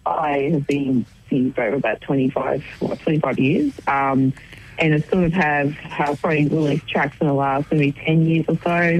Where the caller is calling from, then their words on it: Melbourne, Victoria, Australia; Melbourne.